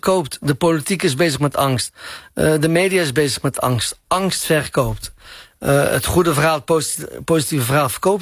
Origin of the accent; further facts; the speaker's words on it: North Brabant, Netherlands; Want ik ben ook een Brabantse jongen. Ik zeg altijd Brabants in plaats van Nederlands. Ik voel me echt een Brabander.